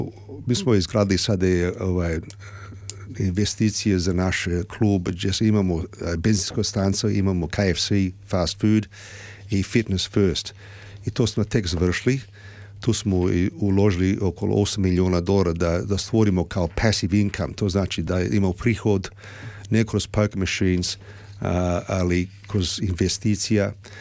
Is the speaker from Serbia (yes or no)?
no; Sydney, New South Wales, Australia; kad sam ja kao dijete porastao u Sidneju, bili su male klubovi, kao Kennyvale, Granville, Hoxton Park, Manorvale.